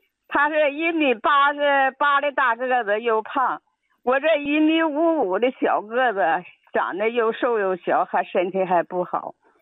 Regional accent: Qiqihar, Heilongjiang, China; 我是齐齐哈尔大棉屯的，

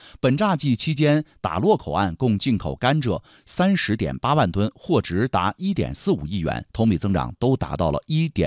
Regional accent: Yunnan, China; 咱们云南人的专属哨声响了啊！

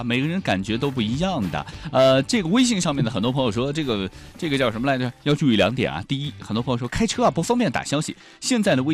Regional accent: Kunming, Yunnan, China; accent: Kunming dialect; 我说昆明话、他都听得懂

